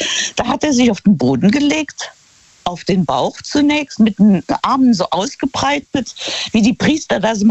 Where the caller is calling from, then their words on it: Trier, Rhineland-Palatinate, Germany; in der Nähe von Trier.